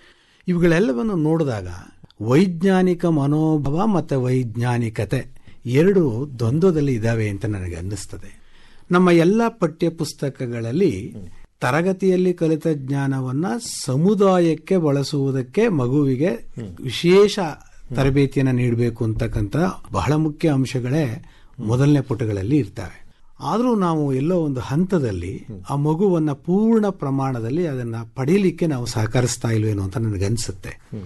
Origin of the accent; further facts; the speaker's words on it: Mandya district, Karnataka, India; ನಾನು ಮೂಲತಃ ಮಂಡ್ಯ ಜಿಲ್ಲೆಯ ನಿವಾಸಿ